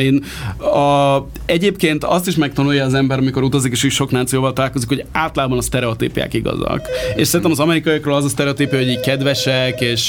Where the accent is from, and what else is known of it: Hungary